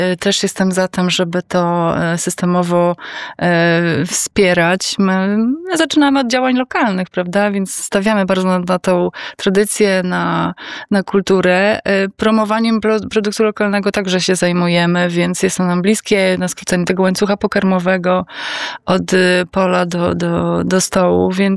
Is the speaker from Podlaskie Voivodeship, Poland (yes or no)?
yes; Białystok, Podlaskie Voivodeship, Poland; moved away as an adult; Ja kiedy zamieszkałam na wsi, bo sama pochodzę z Białegostoku, kiedy zamieszkałam na wsi, to było już 25 lat temu